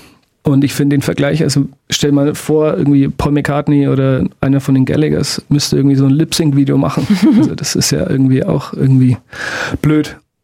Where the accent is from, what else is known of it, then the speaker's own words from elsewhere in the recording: Bavaria, Germany; Also ich bin Mann, ich komme aus Franken